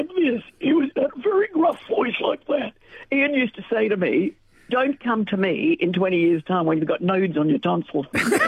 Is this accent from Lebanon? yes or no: no; Australia; there was a slogan we had that Humphrey is part of growing up in Australia.